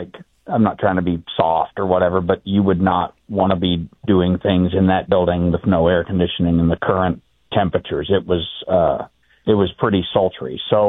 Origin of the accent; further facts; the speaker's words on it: Watseka, Illinois, United States; moved away; my hometown is not having varsity football this year, as I understand it. Watseka